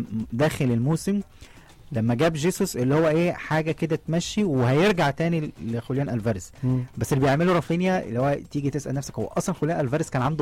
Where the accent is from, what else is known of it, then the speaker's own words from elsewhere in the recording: Egypt; احنا كمصريين